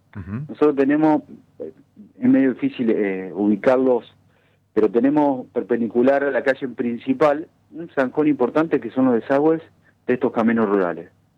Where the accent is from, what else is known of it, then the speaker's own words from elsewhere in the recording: Argentina; yo soy un presidente joven, nacido, nativo de mi pueblo, que estoy peleando por recuperarlo